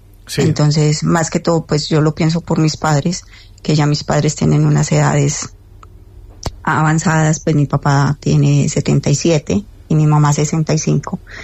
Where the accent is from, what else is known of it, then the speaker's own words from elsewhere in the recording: Colombia; moved away as an adult; now in Spain; yo soy colombiana